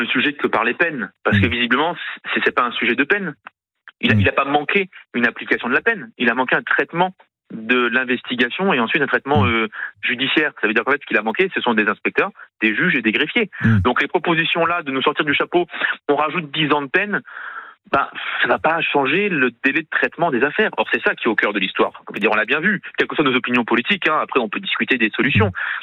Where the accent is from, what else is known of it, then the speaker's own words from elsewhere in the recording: Toulouse, Occitanie, France; Alors, pour le coup, en tant que Toulousain, il faut dire, dans ma circonscription, il y a un boulevard.